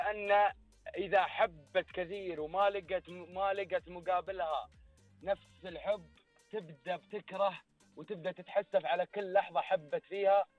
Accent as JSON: {"language": "Arabic", "town": "Cairo", "region": "Cairo Governorate", "country": "Egypt", "said": "انا من القاهره طال عمرك."}